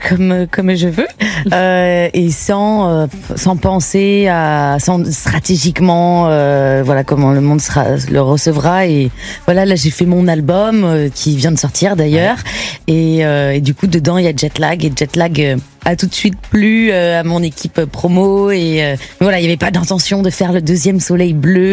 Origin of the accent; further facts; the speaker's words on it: Rennes, Brittany, France; Je viens de Rennes.